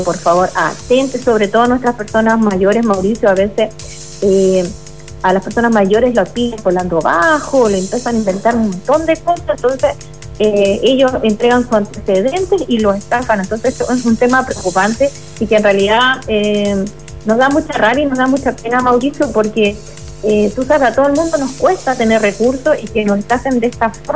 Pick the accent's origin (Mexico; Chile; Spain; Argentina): Chile